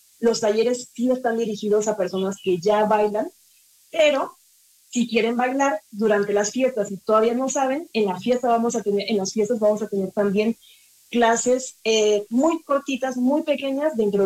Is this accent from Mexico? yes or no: yes; Mexico; now in Bogotá, Colombia